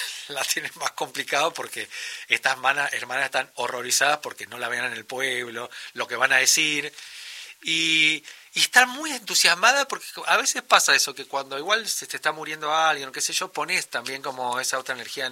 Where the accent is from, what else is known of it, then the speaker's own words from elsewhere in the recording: San Juan, Argentina; yo que soy sanjuanino, no lo noto tan alejado de cuando uno se va y vuelve